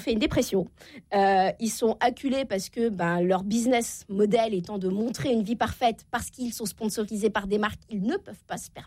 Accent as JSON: {"language": "French", "region": "Normandy", "country": "France", "said": "Je viens de Normandie, je peux me permettre de citer."}